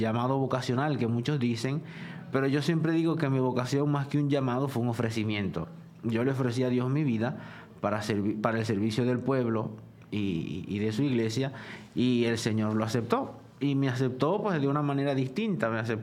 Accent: Venezuela; Yo soy venezolano, yo no soy árabe, pero crecí en una comunidad, biritual.

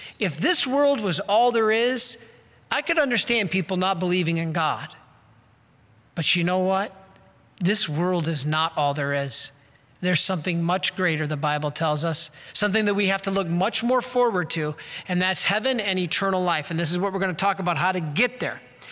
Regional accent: Detroit, Michigan, United States; I'm from Detroit.

